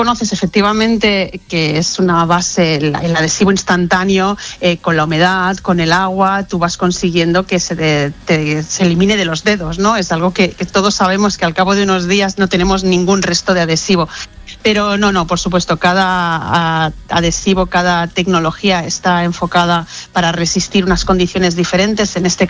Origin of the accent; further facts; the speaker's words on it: Barcelona, Catalonia, Spain; Yo soy de Barcelona